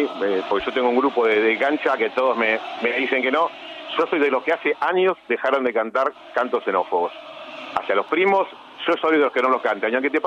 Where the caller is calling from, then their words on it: Buenos Aires, Argentina; De Capital.